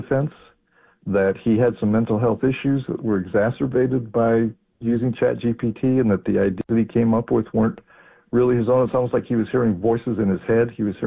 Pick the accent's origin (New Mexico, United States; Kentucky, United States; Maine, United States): New Mexico, United States; In my home state of New Mexico